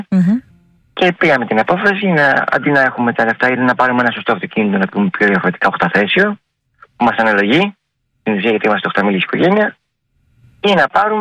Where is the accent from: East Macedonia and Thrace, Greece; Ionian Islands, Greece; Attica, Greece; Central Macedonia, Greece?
Attica, Greece; Piraeus; also born or lived in Naxos; Στην Άξο εγώ είχα ζήσει μόνο καλοκαίρι, γιατί και εμένα οι γονείς μου με είχαν πάρει μικρό και πήγα και μεγάλωσα στον Πειραιά.